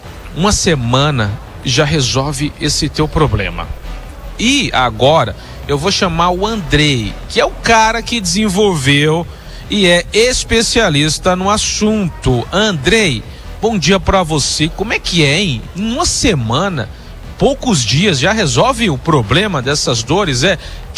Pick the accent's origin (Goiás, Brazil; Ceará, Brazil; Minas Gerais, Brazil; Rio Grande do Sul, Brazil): Goiás, Brazil; Uruaçu; lá da minha cidade maravilhosa de Uruaçu. Uruaçu é uma beleza, viu, querido?